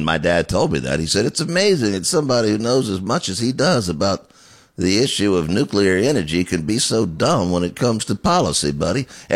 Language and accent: English; Georgia, United States; moved away; I was only seven. And that is the first time when he won, and I'm from Georgia